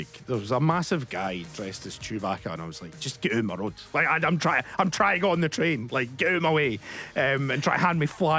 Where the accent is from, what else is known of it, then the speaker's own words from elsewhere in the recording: Dunfermline, Scotland, United Kingdom; So obviously, like, I'm from Dunfermline. I've mentioned it once or twice.